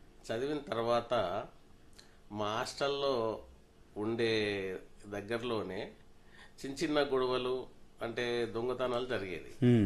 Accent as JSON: {"language": "Telugu", "town": "Gandravupalli", "region": "Telangana", "country": "India", "tie": "born or raised there", "said": "మా ఊరు వచ్చేసి గ్రామం గండ్రవుపల్లి"}